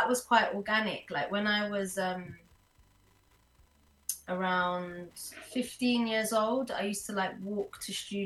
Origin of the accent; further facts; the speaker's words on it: London, United Kingdom; born there; I'm originally from West London